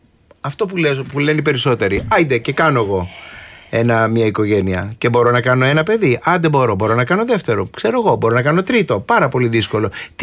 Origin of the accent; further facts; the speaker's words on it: Greece; now in Netherlands; να γυρίσω πίσω στην Ελλάδα που μου λείπει και στεναχωριέμαι που είμαι μακριά από την πατρίδα μου.